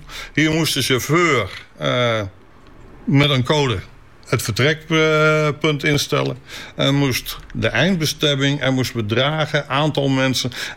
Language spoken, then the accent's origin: Dutch; Heerenveen, Friesland, Netherlands